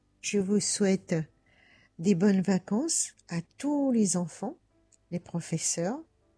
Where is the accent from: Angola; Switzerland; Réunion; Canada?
Réunion; chez nous à la Réunion.